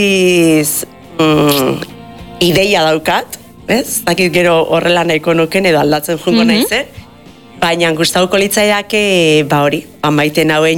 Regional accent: Errenteria, Basque Country, Spain; Ba, ni horretakoa, errenteikoa naz. Eta nire herrian, bazeoen talde bat, ez, haundixioak, elkartzen zirenak klaun egitea.

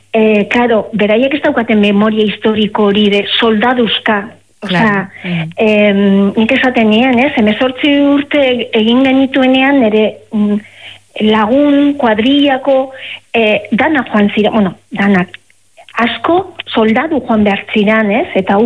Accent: Basque Country, Spain; Ba, bizkaitarra naiz eta nire herrian dauzoan hori egun handia zan, gau handia zan, ez?

